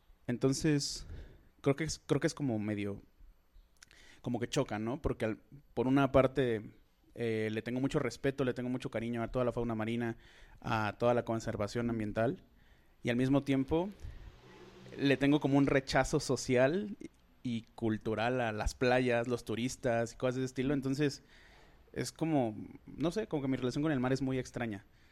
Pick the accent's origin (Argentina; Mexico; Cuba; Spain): Mexico; Veracruz; moved away; Yo soy de Veracruz. Viví mucho tiempo tanto alternando de aquí hasta allá. La casa de mi abuela, que es donde estaba al principio, estaba como a 4 calles de la playa.